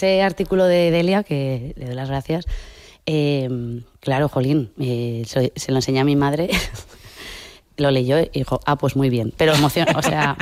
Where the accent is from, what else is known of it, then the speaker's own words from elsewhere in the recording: Castile, Spain; Simplemente es que soy de Castilla y ya está